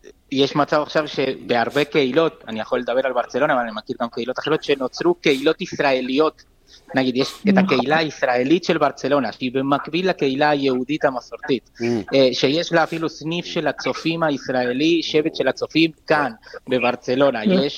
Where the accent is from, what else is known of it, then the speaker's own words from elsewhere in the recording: Argentina; now in Barcelona, Spain; בוא נגיד שגם אני ארגנטינאי במקור.